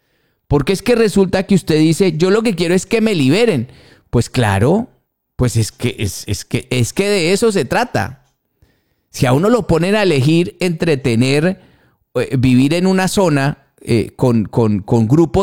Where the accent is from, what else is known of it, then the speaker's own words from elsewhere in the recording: Colombia; Nosotros somos frontera con Perú, con Brasil, con Venezuela.